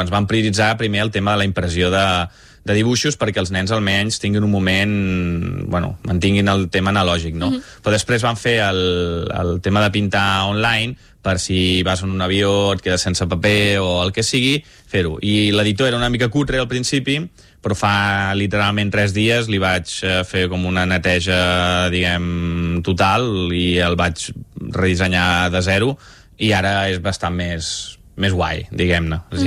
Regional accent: Vic, Catalonia, Spain; born there; nosaltres vam néixer a Vic

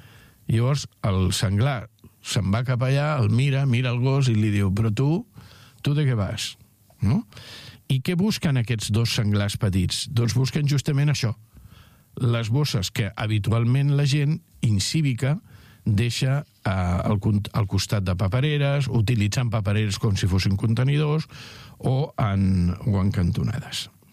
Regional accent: Arenys, Catalonia, Spain; pels que som d'Arenys

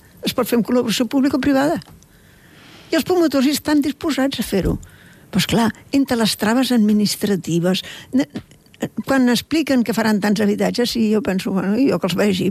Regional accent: Catalonia, Spain; born there; som veïns de Sant Just

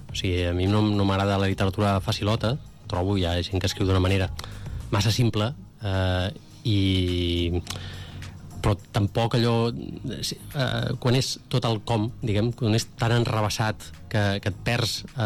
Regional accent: Catalonia, Spain; intentar cuidar el català tant com puc arribar, que soc de Baix Llobregat, això no s'ha d'oblidar.

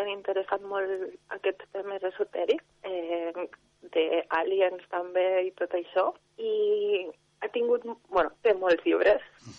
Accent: Vielha, Catalonia, Spain; jo soc de la Vall d'Aran, vaig néixer aquí a Viella i... m'he passat quasi tota la vida a la Vall d'Aran, vaig sortir a estudiar fora als 16 anys i després als 30 vaig tornar

